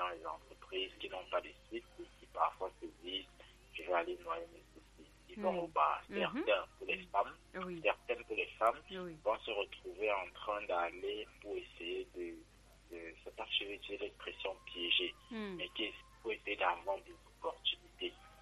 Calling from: Cameroon; Je suis un jeune Camerounais

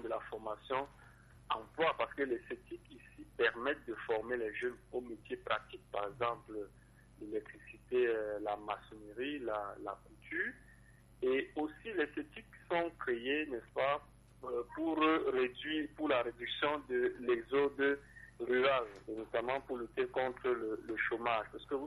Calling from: Cameroon

